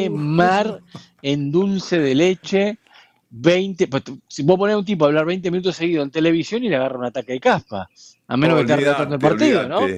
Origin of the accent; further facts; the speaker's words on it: Argentina; y yo soy argentino y por eso voy a usar esta frase